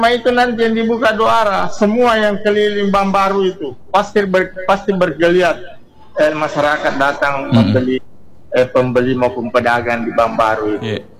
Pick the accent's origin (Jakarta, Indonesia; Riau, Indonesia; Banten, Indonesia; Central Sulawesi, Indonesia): Central Sulawesi, Indonesia; Palu; Saya ini besar di Gajah Mada itu, saya besar di ujung kasih itu saya bu.